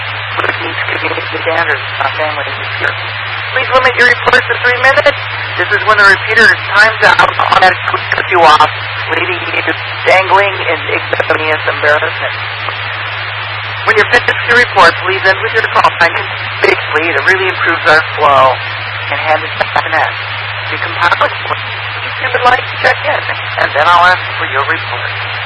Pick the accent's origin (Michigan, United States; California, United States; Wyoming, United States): Michigan, United States; moved away; also born or lived in Grand Rapids; I'm from Michigan, folks.